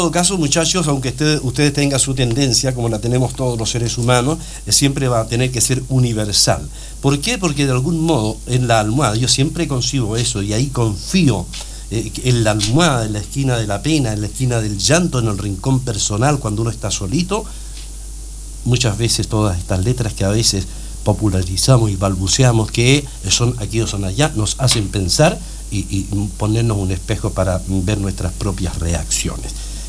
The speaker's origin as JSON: {"language": "Spanish", "country": "Chile", "said": "cuánto o más chaqueteros somos los chilenos."}